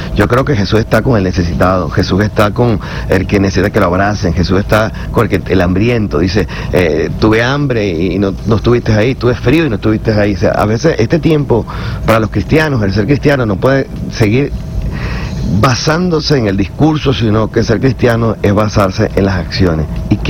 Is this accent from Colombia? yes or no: no; Venezuela